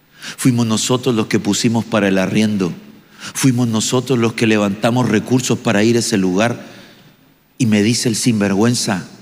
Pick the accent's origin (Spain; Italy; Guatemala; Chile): Chile